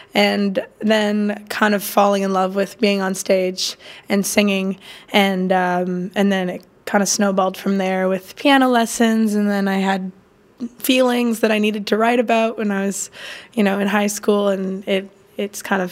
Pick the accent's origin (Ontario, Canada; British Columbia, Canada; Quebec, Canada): Quebec, Canada; Gatineau; I grew up in Gatineau, Quebec, right across the river from Ottawa.